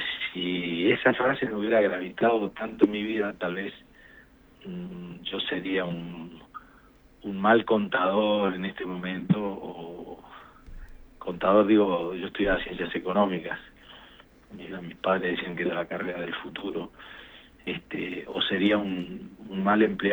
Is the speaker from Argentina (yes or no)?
yes; Paraná, Entre Ríos, Argentina; yo me fui a mi casa de Paraná, donde yo nací, y se los hice a mis hermanos, así nomás, rudimentariamente, en el garage de la casa de mi viejo, donde yo soñaba con ser actor cuando era chico